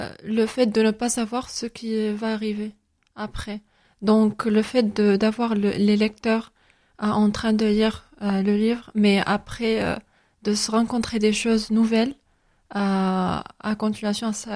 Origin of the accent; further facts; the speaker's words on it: Tarragona, Catalonia, Spain; French is a second language; moved away; Ah, de Tarragone. Oui, je suis née en Tarragone en 2001. Et après, là-bas, j'ai fait des études dans un village qui s'appelle El Morell.